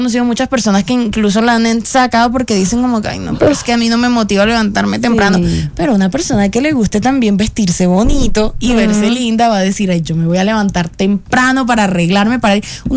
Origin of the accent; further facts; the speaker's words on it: Ceres, Argentina; Cuando yo estaba de vacaciones en el pueblo donde yo soy, Ceres de Córdoba